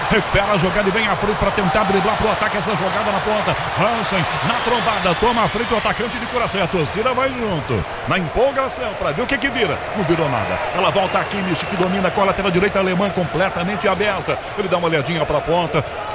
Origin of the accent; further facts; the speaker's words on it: Votuporanga, São Paulo, Brazil; É, como nós caipiras de Votuporanga falamos, Queçada.